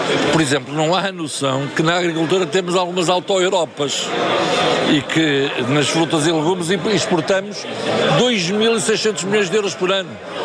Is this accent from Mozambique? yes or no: no; Vila Verde, Norte, Portugal; Ah, Vila Verde, eu sou suspeito, porque é a minha terra.